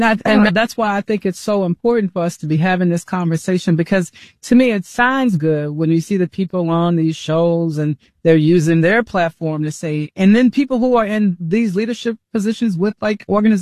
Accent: Mississippi, United States; I actually attended, I got my master's from Mississippi State. That's my home state, and I got my master's from there. So very familiar with the SEC. I'm from here

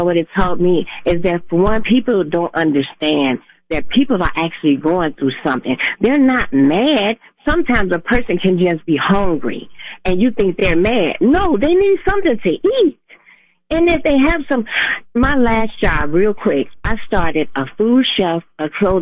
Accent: Chicago, Illinois, United States; now in Minnesota, United States; Okay, I'm not from here. I apologize. I am from Chicago.

